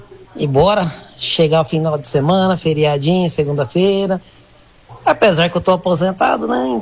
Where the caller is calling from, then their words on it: Andradina, São Paulo, Brazil; Tô falando aqui de Andradina, interior de São Paulo.